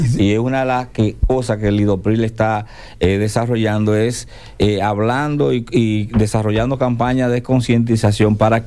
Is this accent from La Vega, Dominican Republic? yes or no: yes; La Vega, Dominican Republic; Somos de la Vega.